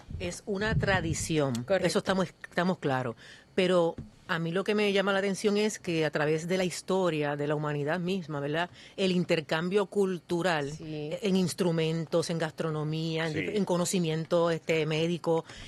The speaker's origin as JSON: {"language": "Spanish", "town": "Patillas", "country": "Puerto Rico", "said": "Se nota que soy de Patillas, ¿verdad?"}